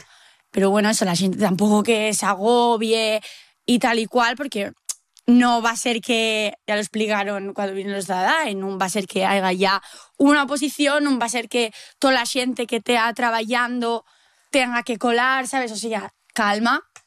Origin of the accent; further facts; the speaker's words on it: Laviana, Asturias, Spain; soy de Llaviana